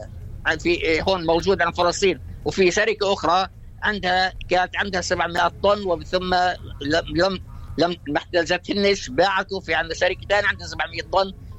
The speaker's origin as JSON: {"language": "Arabic", "country": "Palestine", "said": "إحنا كشعب فلسطيني"}